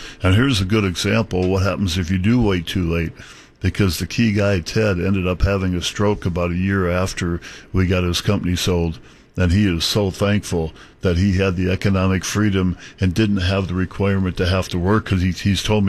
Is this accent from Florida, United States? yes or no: no; Iowa, United States; I'm from Iowa